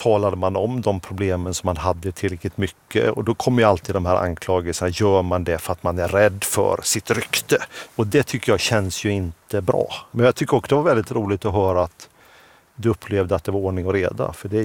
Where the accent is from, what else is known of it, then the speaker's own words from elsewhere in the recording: Småland, Sweden; jag är ju uppvuxen i Småland, alltså innan friskolor fanns.